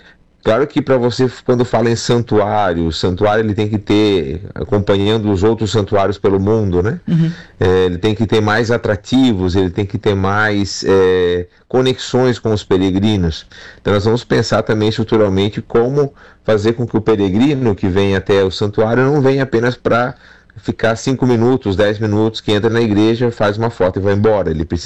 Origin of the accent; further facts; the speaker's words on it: Turvo, Santa Catarina, Brazil; sou nascido em Turvo, sou de família de Turvo, então somos vizinhos praticamente de geografia.